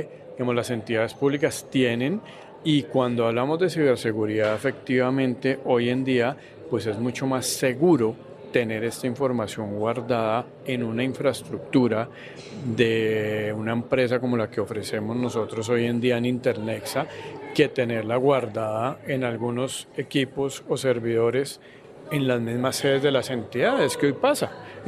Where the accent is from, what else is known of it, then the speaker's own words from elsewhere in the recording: Colombia; como ciudadanos, como colombianos